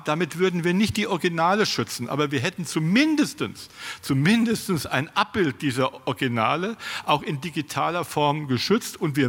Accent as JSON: {"language": "German", "region": "Berlin", "country": "Germany", "tie": "born or raised there", "said": "meiner Heimatstadt Berlin"}